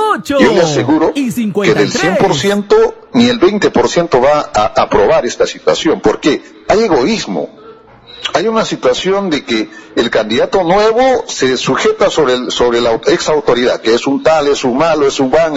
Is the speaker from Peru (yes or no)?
yes; Candarave, Tacna, Peru; now in Tacna, Peru; En el caso de Candarave, mi paisano, no puedo hablar más de mi tierra